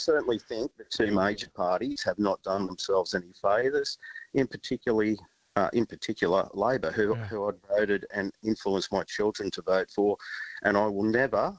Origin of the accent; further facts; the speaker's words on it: Blacktown, New South Wales, Australia; Yeah, look, I grew up in Blacktown, essentially, and then made it to the dizzy heights of Penrith.